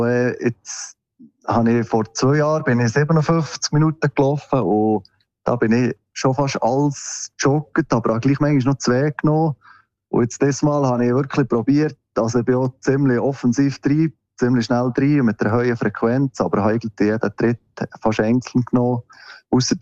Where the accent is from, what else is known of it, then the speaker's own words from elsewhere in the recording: Adelboden, Bern, Switzerland; Also ich trainiere eben bei uns in Adelboden.